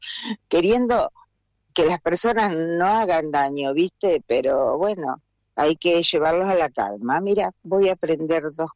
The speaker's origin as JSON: {"language": "Spanish", "town": "Los Toldos", "region": "Buenos Aires Province", "country": "Argentina", "tie": "born there", "said": "Así que bueno, mi ciudad es linda por elección, porque yo nací en Los Toldos."}